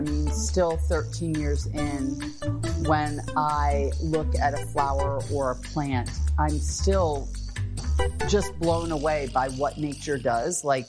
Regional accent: Baltimore, Maryland, United States; I grew up in Baltimore, Maryland, with a single mom who had drug problems, and it was rough.

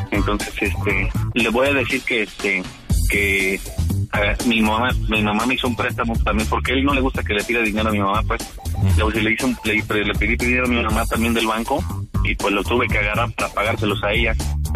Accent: Querétaro, Mexico; con la licencia que tengo y con la credencial, pues se dan cuenta que soy de aquí de Querétaro.

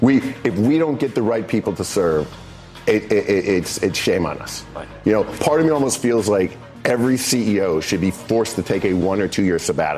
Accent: Cleveland, Ohio, United States; moved away; I'm actually from Cleveland, but now I live on the Atlantic coast.

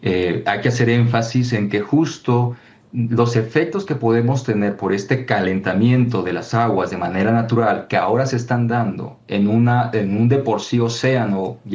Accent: Tabasco, Mexico; Yo soy de Tabasco

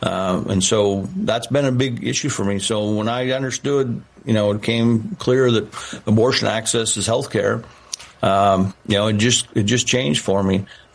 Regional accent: Aroostook County, Maine, United States; we're both from Aroostook County.

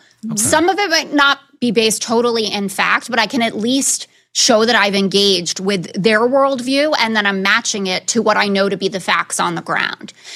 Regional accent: New York City, New York, United States; I grew up in Tribeca in New York City.

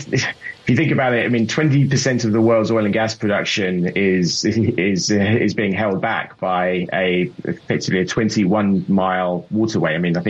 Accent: United Kingdom; moved away; as a Brit coming here nearly 9 years ago now, I found it rather curious

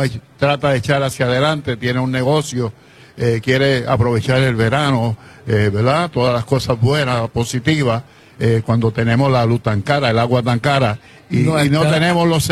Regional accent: Puerto Rico; Lamentablemente, pues lo siento como puertorriqueño

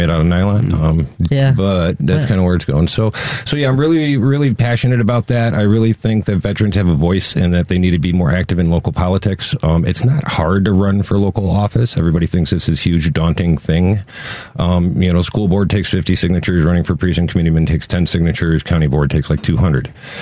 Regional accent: Crystal Lake, Illinois, United States; I am from Crystal Lake.

